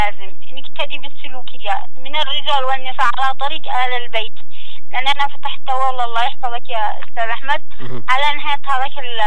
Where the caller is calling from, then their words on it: Yemen; احنا كيمنيين